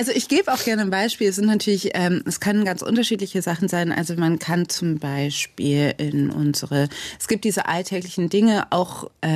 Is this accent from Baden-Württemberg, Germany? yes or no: no; Cologne, North Rhine-Westphalia, Germany; ich bin Kölnerin, das heißt, da in unseren Traditionen steckt es auch.